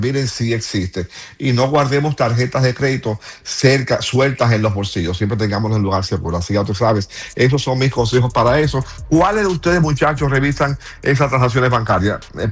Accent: Dominican Republic; si quieres comprar una casa en la República Dominicana. Tú sabes que los fraudes allá en mi país y todo eso lo quiero y lo amo

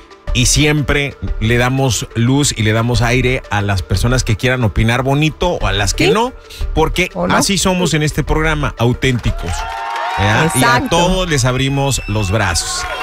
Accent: Mexico; now in United States; somos hermanos, mexicanos y colombianos, somos hermanos

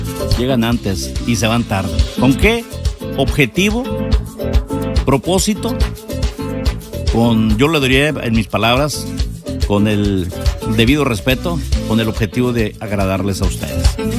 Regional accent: Morelia, Michoacán, Mexico; soy de Morelia, Michoacán, ya me conocen, ya nos conocemos.

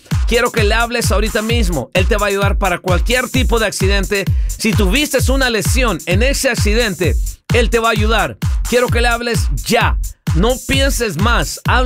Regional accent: El Salvador; como salvadoreño, yo sé que hay centroamericanos que se le mueren a Argentina.

